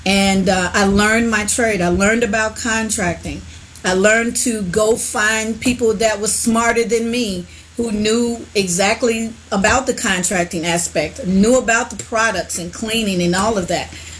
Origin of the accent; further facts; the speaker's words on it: Chicago, Illinois, United States; moved away; I'm originally from Chicago, born at, I'm going to tell my age, at County Hospital. My parents, I have Bronzeville ties there in Chicago. My parents own businesses there.